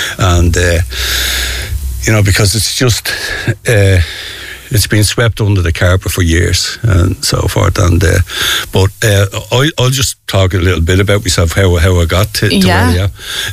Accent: Dún Laoghaire, Leinster, Ireland; I'm from Monkstown Farm in Dunleary.

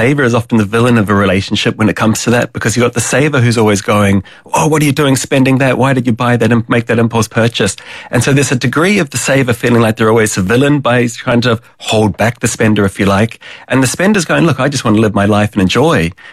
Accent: New Zealand; also born or lived in Australia; And for many Irish households, I'm from New Zealand originally, but for many Irish households, money was something you never talked about growing up.

